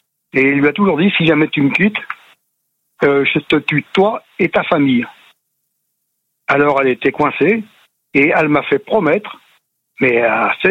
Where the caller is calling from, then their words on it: France; elle sait que je vis en France